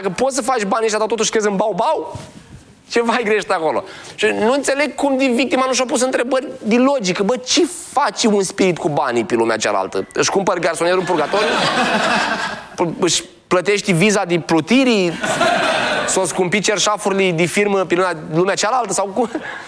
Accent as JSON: {"language": "Romanian", "region": "Moldavia", "country": "Romania", "said": "Scuze, sunt moldovean, am problemele astea."}